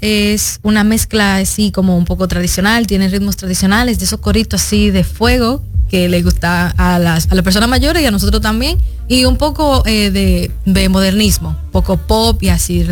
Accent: Santo Domingo, Dominican Republic; Yo tengo 27 años, nací en República Dominicana y también nací y criada en Santo Domingo.

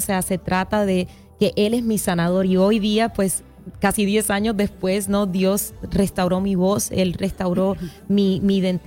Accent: Miami, Florida, United States; born there; now in Los Angeles, United States; Yo nací en Miami, so cada vez que estoy aquí es como que yo me curo el alma con los pastelitos, con el picadillo.

